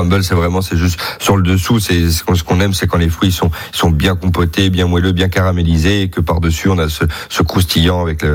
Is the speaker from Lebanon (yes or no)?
no; Bourgogne-Franche-Comté, France; chez nous en Bourgogne